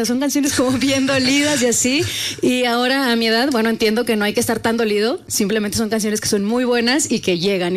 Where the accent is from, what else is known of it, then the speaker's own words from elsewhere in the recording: Delicias, Chihuahua, Mexico; Justo este EP es de mi infancia en Chihuahua. Yo crecí, repito, en Delicias.